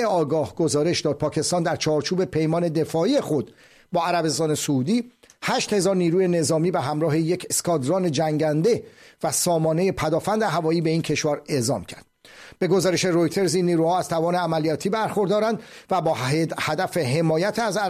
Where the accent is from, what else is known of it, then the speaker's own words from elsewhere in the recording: Iran; به عنوان یک ایرانی